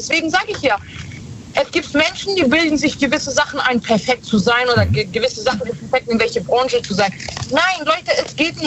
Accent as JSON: {"language": "German", "region": "Rhineland-Palatinate", "country": "Germany", "said": "Ich bin aus dem Rheinland-Pfalz."}